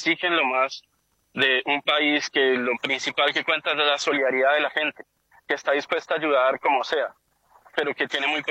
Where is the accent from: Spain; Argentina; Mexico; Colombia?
Colombia; Pues en Colombia pareciera que este tipo de tragedias nos pasan la factura de años de abandono